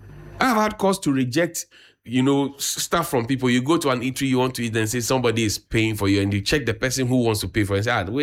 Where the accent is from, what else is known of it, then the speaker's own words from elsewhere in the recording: Accra, Greater Accra, Ghana; I grew up in Abosokan as well.